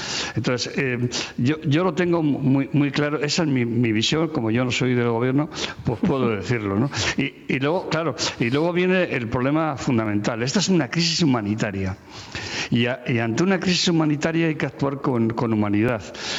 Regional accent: Madrid, Community of Madrid, Spain; born there; Porque ya lo he comentado muchas veces, yo nací en Madrid de casualidad.

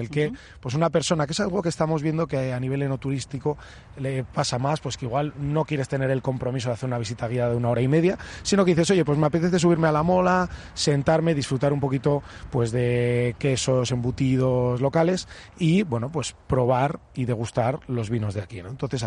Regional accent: La Rioja, Spain; nosotros somos riojanos y nuestro corazón de Vintae está en La Rioja.

